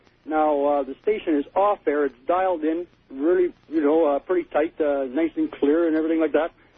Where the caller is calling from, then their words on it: Winnipeg, Manitoba, Canada; Yes, this is … calling from Winnipeg, Manitoba.